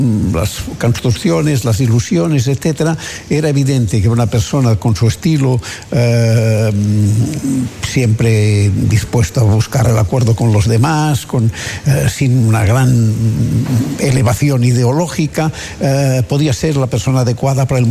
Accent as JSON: {"language": "Spanish", "region": "Catalonia", "country": "Spain", "said": "yo soy ciudadano de España, pero catalán, que es distinto, pero bueno."}